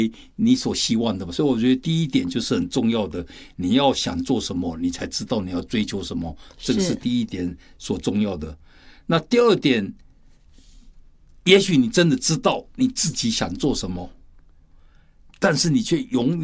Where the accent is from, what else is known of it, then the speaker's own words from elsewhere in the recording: China; 我们中国人